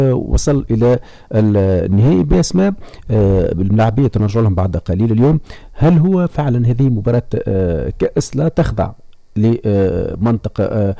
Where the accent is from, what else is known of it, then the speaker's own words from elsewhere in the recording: Tunisia; احنا عندنا في تونس